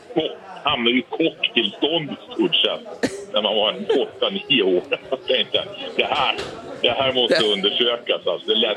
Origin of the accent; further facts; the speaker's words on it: Luleå, Norrbotten County, Sweden; also born or lived in Kiruna; now in Stockholm, Sweden; Jag är faktiskt född i Kiruna och uppväxt i Luleå. Men jag har bott ute 40 år i Stockholm.